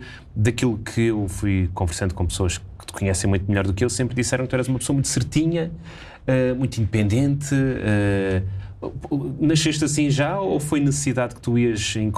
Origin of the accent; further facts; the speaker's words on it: Norte, Portugal; Eu sou do Norte, não sei o que é que acontece